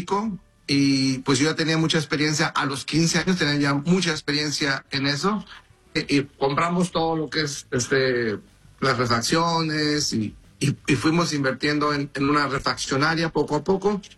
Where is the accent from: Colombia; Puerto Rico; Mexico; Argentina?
Mexico; Cintalapa, Chiapas; Yo nací en Cintalapa, Chiapas, en un pueblo, en un valle de Chiapas, muy bonito, muy verde, mucha agua.